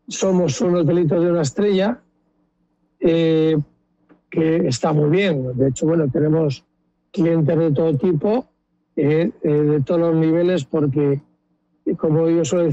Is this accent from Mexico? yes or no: no; Ourense, Galicia, Spain; born there; yo nací en Orense